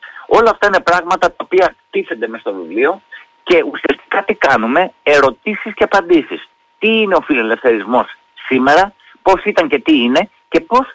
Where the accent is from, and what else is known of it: Heraklion, Crete, Greece; born or raised there; moved away